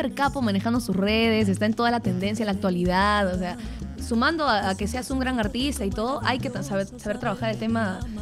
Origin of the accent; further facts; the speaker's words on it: Lima, Peru; also born or lived in Independencia, Lima / Comas, Lima; crecí en el RIMAC, ¿sabes? En Flor de Mancaes.